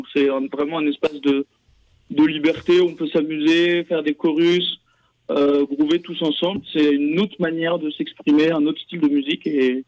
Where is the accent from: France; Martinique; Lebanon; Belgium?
Belgium; Moi, je viens de Belgique